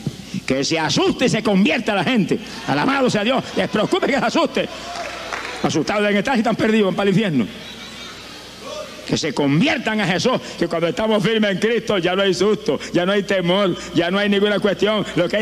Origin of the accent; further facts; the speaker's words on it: Camuy, Puerto Rico; Yo viví 35 años perdido en mi pueblo de Camuy.